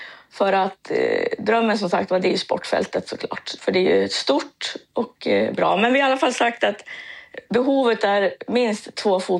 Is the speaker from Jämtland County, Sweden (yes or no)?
yes; Svenstavik, Jämtland County, Sweden; Jag är själv uppvuxen i Bergs kommun och gått i skola där i Svenstavik.